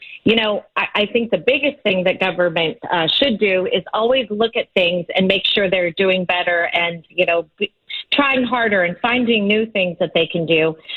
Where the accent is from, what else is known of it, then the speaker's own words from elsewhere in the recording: El Cajon, California, United States; also born or lived in Ramona, California; now in San Marcos, United States; I've lived in San Diego County nearly my whole life. I grew up in East County, Ramona and El Cajon. I'm a homegrown girl.